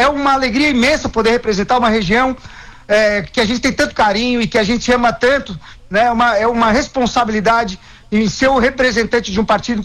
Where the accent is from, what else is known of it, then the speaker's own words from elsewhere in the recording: Tubarão, Santa Catarina, Brazil; a todos nós que somos de Tubarão, que somos da região aí.